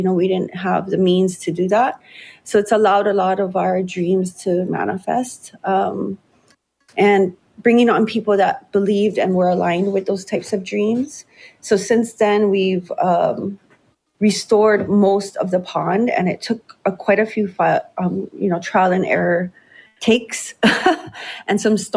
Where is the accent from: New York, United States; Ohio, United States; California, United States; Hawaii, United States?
Hawaii, United States; Lahaina; also born or lived in Waikiki / Honouliuli; I was born on the island of Oahu in the Ahupua of Waikiki, raised in Honouliuli and Lahaina on the island of Maui.